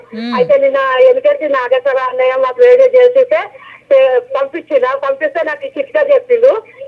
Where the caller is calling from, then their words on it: Kothagudem, Telangana, India; నేను కొత్తగూడెం బుర్రిగడ్డ నుంచి మాట్లాడుతున్నా.